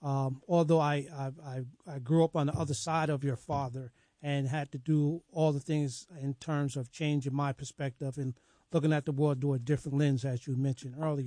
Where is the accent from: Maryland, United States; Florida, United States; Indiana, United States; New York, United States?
New York, United States; Poughkeepsie; I grew up in Poughkeepsie